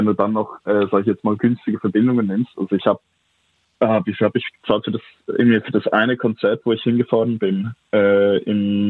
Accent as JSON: {"language": "German", "region": "Lucerne", "country": "Switzerland", "said": "Den gibt es für den Kanton Luzern, wo ich herkomme, Kanton Zürich, wo ich jetzt aktuell wohne, und noch andere Kantone."}